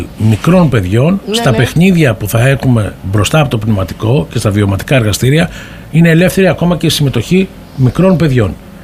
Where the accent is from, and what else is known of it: Greece